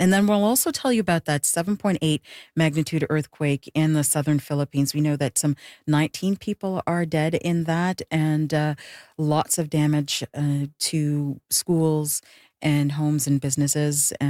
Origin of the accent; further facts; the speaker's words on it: Jamaica; where I grew up in Jamaica, it's very rural, and it has not changed.